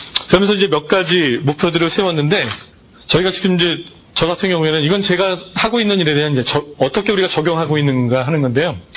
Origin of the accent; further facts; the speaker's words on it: South Korea; now in Los Angeles, United States; 지금 이 LA 땅 제가 살고 있는 LA 땅에는 얼마나 많은 언어 그룹이 있고 어떤 그룹들이 살고 있는데 나는 한국 사람으로서